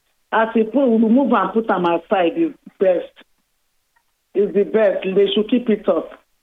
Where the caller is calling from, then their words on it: Nigeria; I'm calling from Ketuekpe.